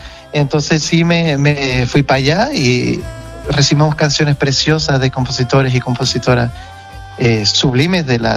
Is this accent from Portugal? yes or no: yes; Portugal; accent: Portuguese; Spanish is a second language; Entonces yo pensé, bueno, lo que traigo es mi acento, y yo estoy muy orgulloso del portugués, de la lengua portuguesa, y también como la hablan los portugueses, ¿sabes?